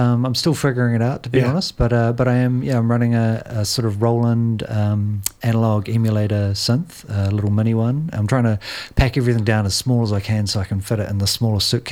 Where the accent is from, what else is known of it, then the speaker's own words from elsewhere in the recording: Nelson, New Zealand; moved away; So Nelson's my hometown